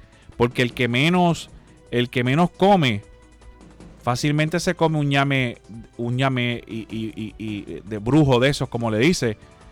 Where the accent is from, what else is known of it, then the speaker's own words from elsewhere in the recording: Puerto Rico; Yo soy boricua, para que tú lo sepas.